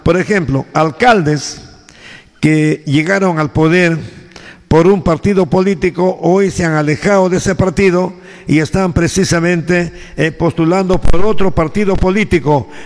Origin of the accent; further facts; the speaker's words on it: Peru; A mí, prácticamente como ciudadano peruano